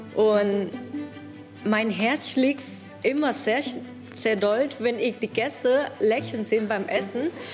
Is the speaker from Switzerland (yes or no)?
no; Thailand; now in Germany; Ich komme aus Thailand.